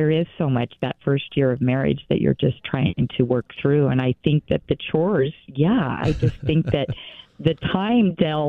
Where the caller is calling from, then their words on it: Central City, United States; I am calling from Central City.